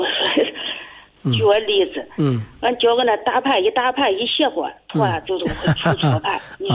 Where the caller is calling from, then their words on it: Henan, China; 我是河南的。